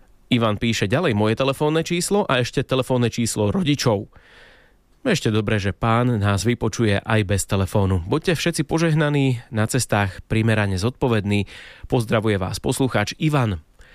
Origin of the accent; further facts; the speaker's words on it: Liptovský Mikuláš, Žilina Region, Slovakia; to bolo číslo k nám domov v Liptovskom Mikuláši